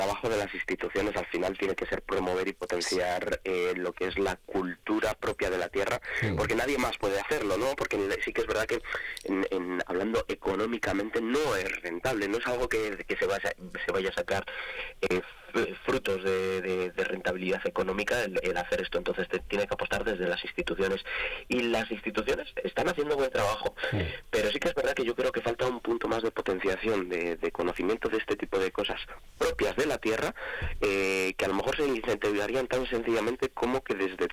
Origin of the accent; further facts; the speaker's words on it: Saldaña, Castile and León, Spain; now in Aguilar de Campoo, Spain; mi tierra Saldaña también.